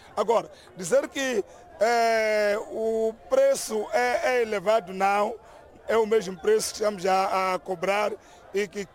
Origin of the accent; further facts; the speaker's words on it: Mozambique; Agora, nós, como moçambicanos, fazemos tudo o possível